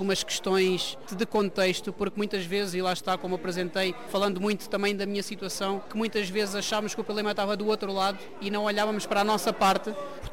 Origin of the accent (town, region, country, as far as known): Portugal; moved away as an adult; also born or lived in Poland / Norway / Sweden